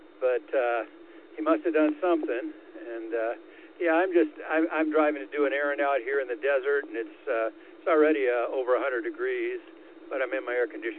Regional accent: Pacific Northwest, United States; moved away; I grew up in the Northwest. I have no problem with the rain

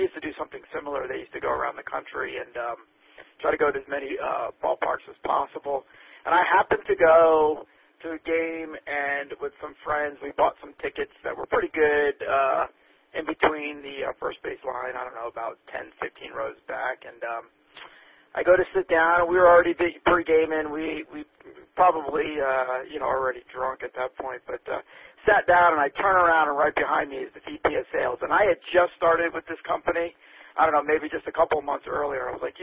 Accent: Maryland, United States; moved away as an adult; growing up in Maryland

